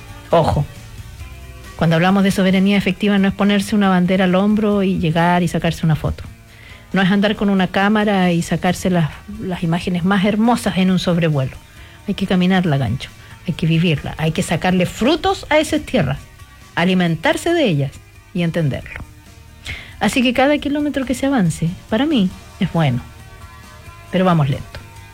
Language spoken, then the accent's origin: Spanish; Chile